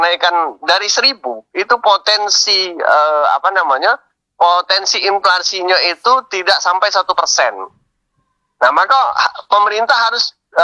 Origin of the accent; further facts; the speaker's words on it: South Sumatra, Indonesia; kita warga Sumsel